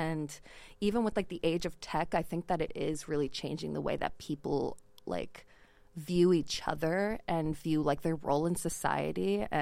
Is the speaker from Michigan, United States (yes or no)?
no; Florida, United States; now in Seattle, United States; I grew up in Florida where I would go in as many swimming pools as humanly possible.